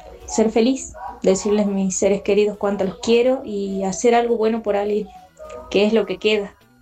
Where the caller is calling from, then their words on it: Tucumán, Argentina; Soy de Tucumán.